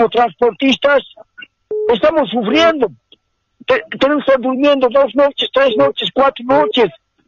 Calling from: La Paz, Bolivia; aquí de la ciudad de La Paz.

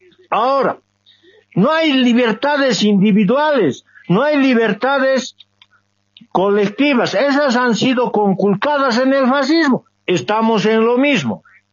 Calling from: El Alto, La Paz, Bolivia; Aquí desde el municipio del Alto, departamento de La Paz.

